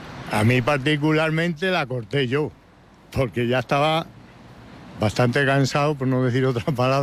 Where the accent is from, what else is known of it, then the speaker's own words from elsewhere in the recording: El Arenal, Castile and León, Spain; En los años 50, me emociono. Mi pueblo emigró a Francia.